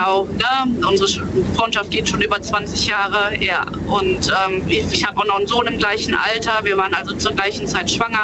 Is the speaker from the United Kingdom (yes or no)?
no; Hennef, North Rhine-Westphalia, Germany; Hennef. Ich komme aus Hennef.